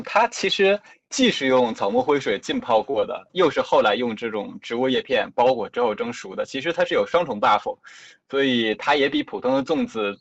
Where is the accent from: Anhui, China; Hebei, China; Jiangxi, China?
Jiangxi, China; 因为我是从小生活在江西